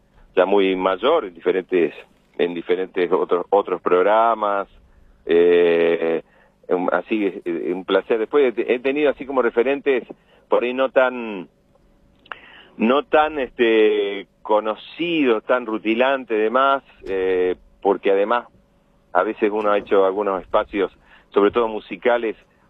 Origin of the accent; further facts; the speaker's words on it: Bahía Blanca, Buenos Aires Province, Argentina; vengo de Bahía Blanca y era en algún momento lo que se podía escuchar, ¿no?